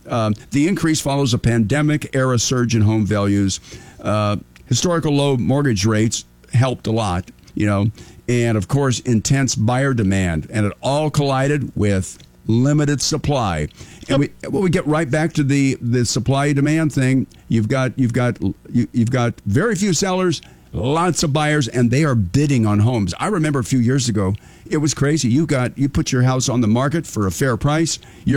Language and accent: English; Wyoming, United States; now in Sacramento, United States; Even my home state of Wyoming